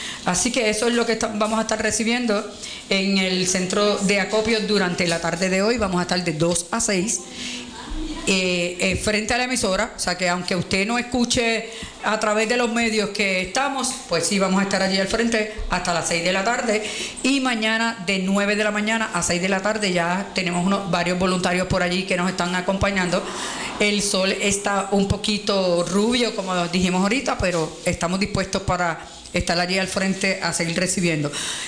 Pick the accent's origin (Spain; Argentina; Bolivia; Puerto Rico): Puerto Rico; así somos los puertorriqueños, damos de lo que tenemos.